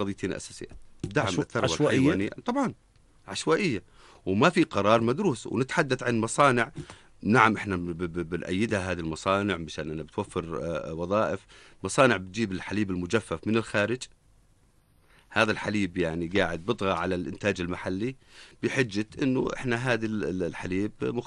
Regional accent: Jordan; عندنا بالأردن

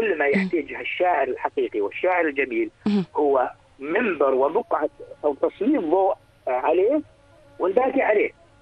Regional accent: Jordan; أنا كأردنيين

